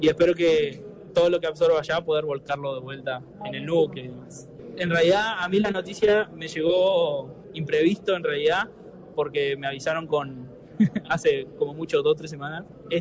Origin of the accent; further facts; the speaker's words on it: Durazno, Uruguay; Yo soy de Durazno, del barrio de Puerto Los Barriles.